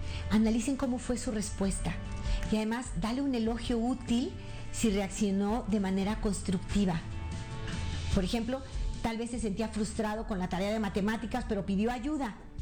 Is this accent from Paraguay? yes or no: no; Mexico; de una señora en Monterrey, en mi país, al norte de mi país